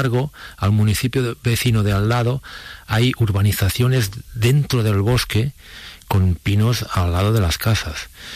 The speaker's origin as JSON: {"language": "Spanish", "town": "Sant Sadurní d'Anoia", "region": "Catalonia", "country": "Spain", "tie": "born or raised there", "said": "Yo, por ejemplo, en mi pueblo, es un pueblo que está rodeado de viñedos, San Sadurní de Anoia"}